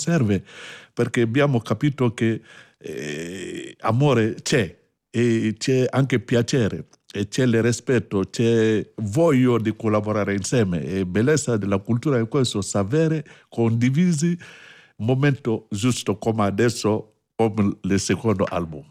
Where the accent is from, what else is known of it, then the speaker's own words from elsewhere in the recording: Mali; born there; Italian is a second language; Io è vero che sono nato a Mali da una famiglia griot, io sono griot, vivo con la mia cultura e la mia tradizione.